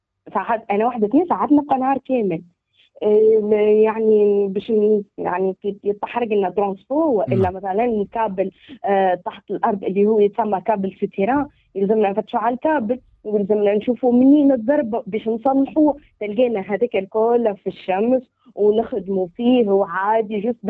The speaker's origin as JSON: {"language": "Arabic", "region": "Gafsa Governorate", "country": "Tunisia", "also_born_or_lived": "Metlaoui", "moved": "yes", "lives_now": "Sousse, Tunisia", "said": "يعني أنا وزميلتي من قفصة."}